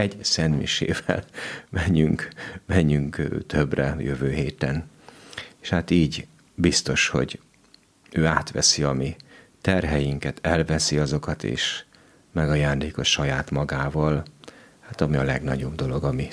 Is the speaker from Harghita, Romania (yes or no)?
no; Kaplony, Satu Mare County, Romania; now in Kőszeg, Hungary; jó helyen születtem, jó faluba, jó családba születtem. Ez egy Kaplony nevű község, ahol ferences atyák voltak, hála Istennek újra vannak. Egy sváb falu, ahol a régi rendszerbe, hát én 71-ben születtem